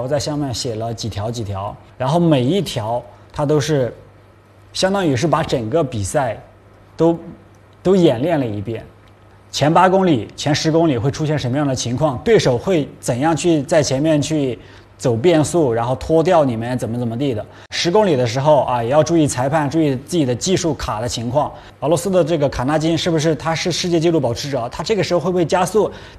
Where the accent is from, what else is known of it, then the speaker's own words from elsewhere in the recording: Yunnan, China; moved away as an adult; 因为我本身我是来自云南的小城市嘛，我觉得我本身我就是一个特别朴实、特别感恩的人。然后去了，到了北京，